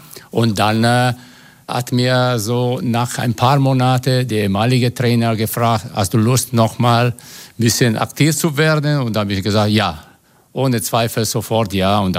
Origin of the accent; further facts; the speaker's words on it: Italy; German is a second language; moved away as an adult; now in Germany; Ich komme aus Italien.